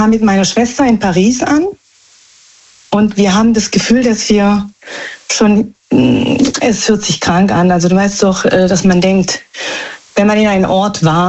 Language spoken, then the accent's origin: German; Germany; born there; Also wir sind eigentlich Italiener, ne? Also in Deutschland geboren. also für italienische Familie und wir haben eigentlich nichts am Hut mit Frankreich.